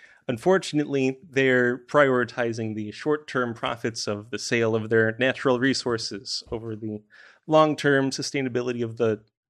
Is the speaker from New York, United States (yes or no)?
yes; New York, United States; but in my home state of New York, the Phragmites are another invasive species